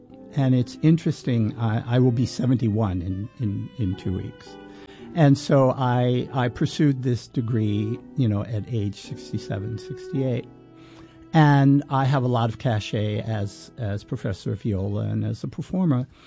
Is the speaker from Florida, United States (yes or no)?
no; Bronx, New York, United States; And I'm from the South Bronx in New York City, and I come from poverty. I'm from the Fort Apache area in the Bronx